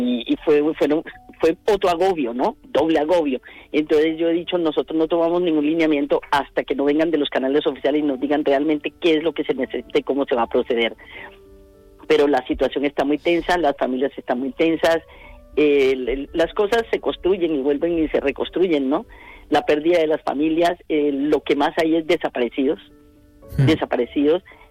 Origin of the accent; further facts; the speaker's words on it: Colombia; now in Almería, Spain; Los colombianos nos hemos convertido en un colectivo muy grande.